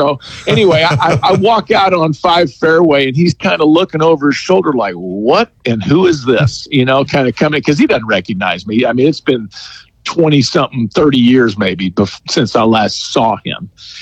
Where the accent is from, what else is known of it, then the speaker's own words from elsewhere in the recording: United States; I'm an American